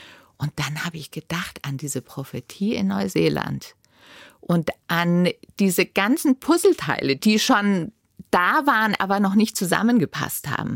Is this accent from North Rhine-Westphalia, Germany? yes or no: no; Bavaria, Germany; moved away; ich bin in Bayern aufgewachsen